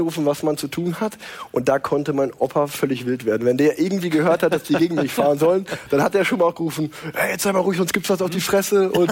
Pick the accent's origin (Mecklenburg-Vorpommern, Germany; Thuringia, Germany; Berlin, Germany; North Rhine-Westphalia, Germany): North Rhine-Westphalia, Germany; Unna; born or raised there